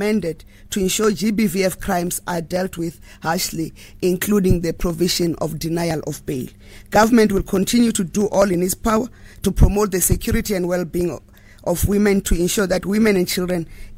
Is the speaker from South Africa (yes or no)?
yes; South Africa; I am having a family meeting because this issue requires us as South African as a family to speak on it and introspect and all articulate our roles.